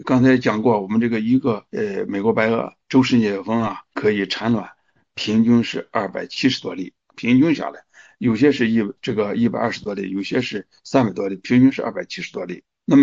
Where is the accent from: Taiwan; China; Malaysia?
China; 写出了我们中国人自己的昆虫学教科书